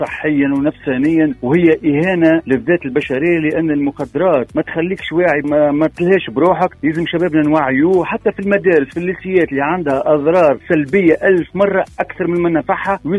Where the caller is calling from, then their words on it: Tunisia; ألو، صباح الخير،